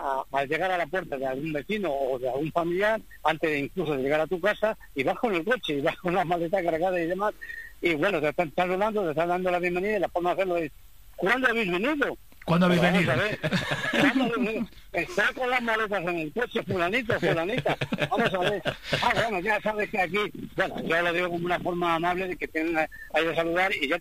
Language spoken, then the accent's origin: Spanish; Extremadura, Spain; el tema es que yo soy extremeño